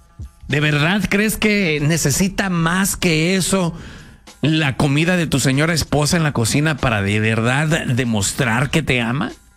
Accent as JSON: {"language": "Spanish", "region": "Michoacán", "country": "Mexico", "said": "Pues a huevo, yo soy de Michoacán, ando a patarrais, soy de los que anda a pie."}